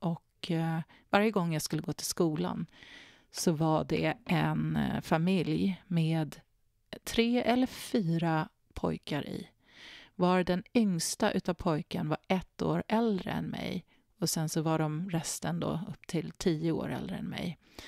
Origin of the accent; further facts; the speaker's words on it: Nacka, Stockholm County, Sweden; also born or lived in Gustavsberg; Och vi hade en del jugoslaver också som bodde i det här området i Nacka där jag växte upp.